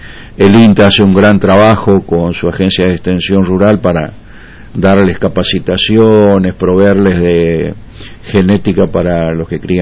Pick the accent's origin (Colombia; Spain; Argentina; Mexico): Argentina; Las Breñas, Chaco; y volviendo mañana, si Dios quiere, a mi pueblito.